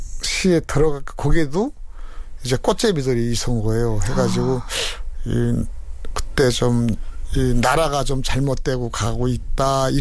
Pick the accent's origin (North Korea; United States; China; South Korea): North Korea; Chagang; 자강도입니다.